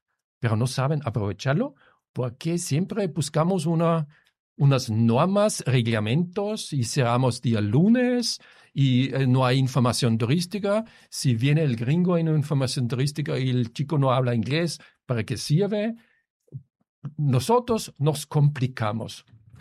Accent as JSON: {"language": "Spanish", "country": "Austria", "second_language": "Spanish", "said": "Mira, si tú vas, por ejemplo, en mi país, en Austria, ¿eh?"}